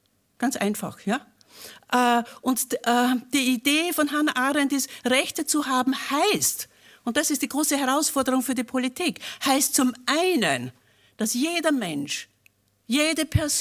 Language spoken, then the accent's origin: German; Upper Austria, Austria; moved away; Für mich ist es auch ein bisschen ein Heimkommen. Ich bin Oberösterreicherin